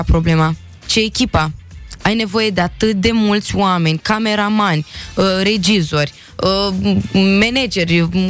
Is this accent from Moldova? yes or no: no; Romania; noi ca români